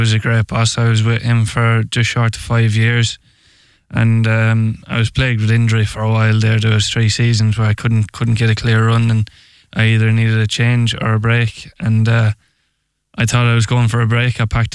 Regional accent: Kiltulla, Connacht, Ireland; Well, I'm a Kiltulla man. My dad's from Turlochmore, but I grew up in Kiltulla.

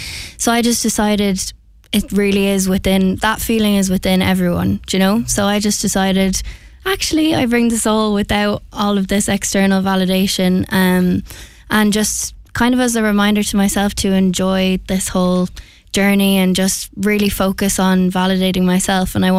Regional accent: Ratoath, County Meath, Ireland; moved away as an adult; also born or lived in Dublin; now in Cork, Ireland; So I was born in Dublin, but from Meath, and I'm living in Cork, so I'm a bit all over the place.

